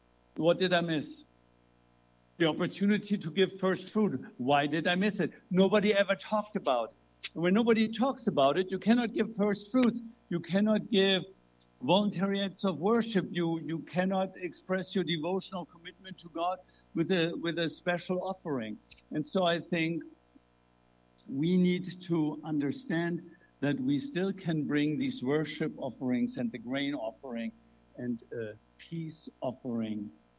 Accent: Germany; moved away; when I was growing up in Germany.

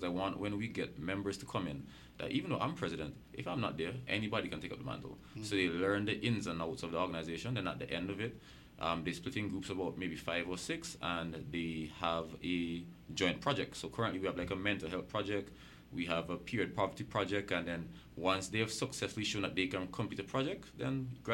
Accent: Barbuda, Antigua & Barbuda; I'm from Barbuda.

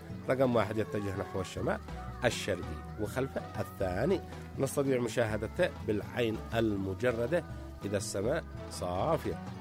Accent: Yemen; عندنا في اليمن

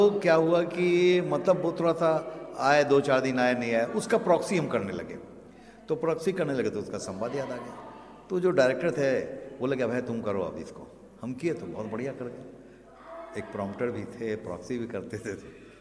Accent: Patna, Bihar, India; और मैं पटना से आया हूँ।

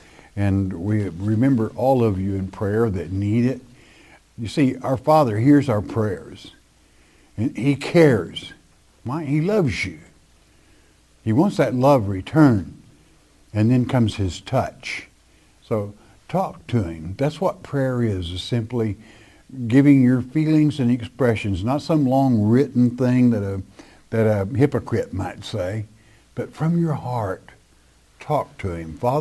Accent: Colorado, United States; I am from Colorado.

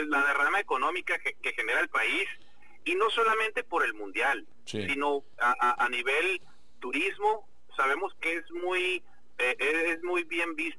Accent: Mexico; Somos los mexicanos, maestro. Somos muy solidarios

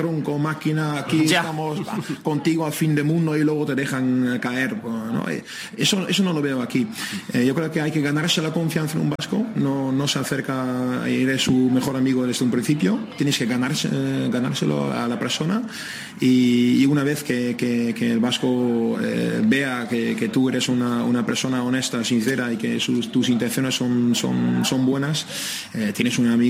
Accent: North Holland, Netherlands; moved away as an adult; now in San Sebastián, Spain; como soy de cerca de Ámsterdam, yo soy del Ajax de ahí

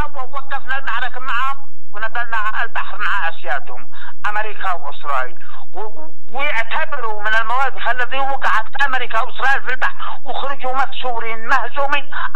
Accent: Yemen; احنا كشعب يمني

